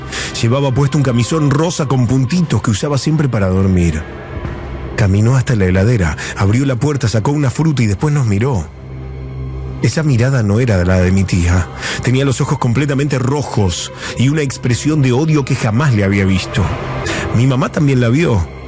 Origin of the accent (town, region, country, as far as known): Ciudadela, Buenos Aires Province, Argentina